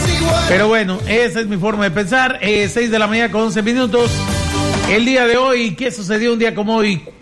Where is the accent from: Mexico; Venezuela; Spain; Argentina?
Mexico